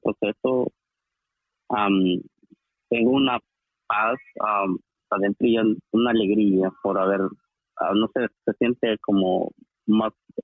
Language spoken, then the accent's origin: Spanish; El Salvador; now in Los Angeles, United States; yo soy de El Salvador, estoy acá viviendo en Los Ángeles.